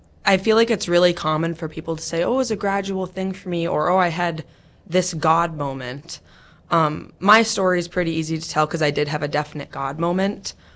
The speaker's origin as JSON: {"language": "English", "town": "Hillsboro", "country": "United States", "said": "So like Adair had said, I'm from Hillsboro. I go to the same parish as her. I'm 18. I just graduated from the public high school in Hillsboro."}